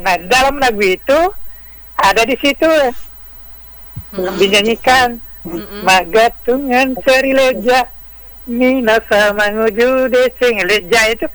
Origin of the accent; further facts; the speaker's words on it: Soppeng, South Sulawesi, Indonesia; born there; Iya, itu tempat kelahiran saya itu di Sopeng.